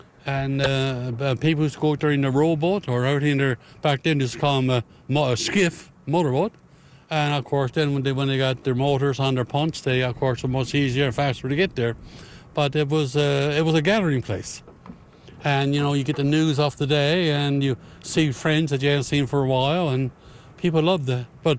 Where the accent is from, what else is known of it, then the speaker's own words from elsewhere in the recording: Change Islands, Newfoundland and Labrador, Canada; I live down on the east side, down in a harbour called Moorish Harbour.